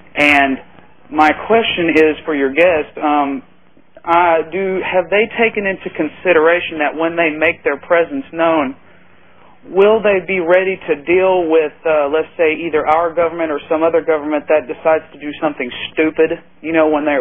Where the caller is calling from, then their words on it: West Memphis, Arkansas, United States; I'm calling from West Memphis